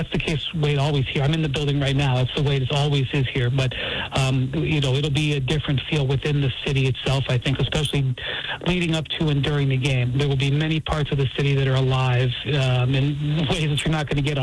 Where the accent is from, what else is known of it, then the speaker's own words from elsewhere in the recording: Ohio, United States; Obviously, I'm from Northeast Ohio